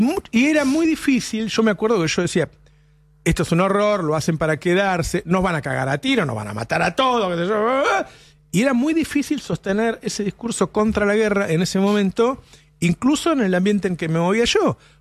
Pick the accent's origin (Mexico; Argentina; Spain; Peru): Argentina; Córdoba; Ponete una vincha. Soy cordobés.